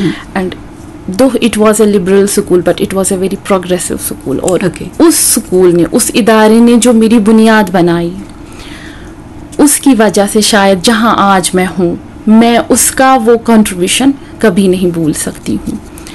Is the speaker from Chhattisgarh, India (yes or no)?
no; Yaripura, Jammu and Kashmir, India; कुलगाम है, वहाँ से ताल्लुक़ रखती हूँ। वहाँ का एक छोटा सा कस्बा है यारीपुरा, जहाँ मैं पैदा हुई हूँ, पली बड़ी हूँ, और वहाँ से ही उसी कस्बे से मैंने तालीम भी हासिल की है।